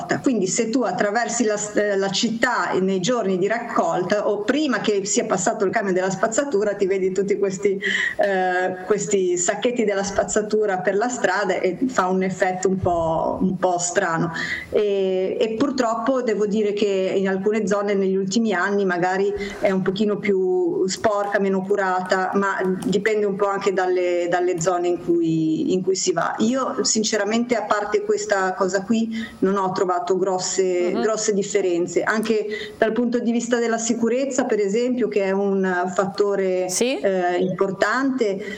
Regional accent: Genoa, Liguria, Italy; E poi anche girare per i vicoli è una cosa che faccio quando torno a casa, è sempre bello, ti senti a casa quando sei a Genova, questo sì.

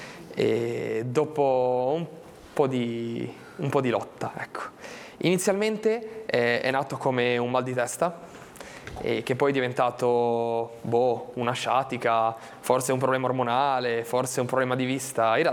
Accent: Albenga, Liguria, Italy

